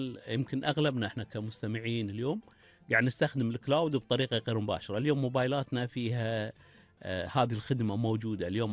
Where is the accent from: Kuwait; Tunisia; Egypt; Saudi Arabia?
Kuwait; عندنا بالكويت